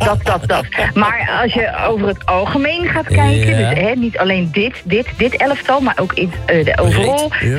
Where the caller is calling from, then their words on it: Rotterdam, South Holland, Netherlands; Hé, hallo, ik kom uit Rotterdam, hè?